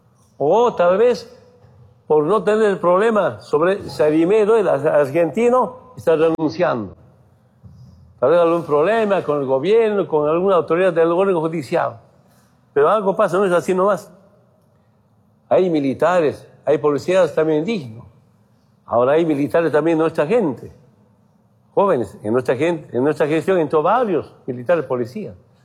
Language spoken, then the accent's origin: Spanish; Orinoca, Oruro, Bolivia; Sicuriada es la música de mi pueblo, de Orinoca.